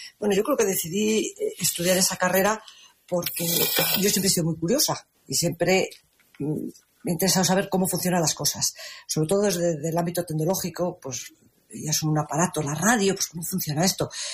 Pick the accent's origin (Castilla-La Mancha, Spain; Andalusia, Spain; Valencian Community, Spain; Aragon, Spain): Castilla-La Mancha, Spain; Yo sigo viniendo a mi, como digo, a mi remanso de paz, a mi calma, a mi pueblo, a mis orígenes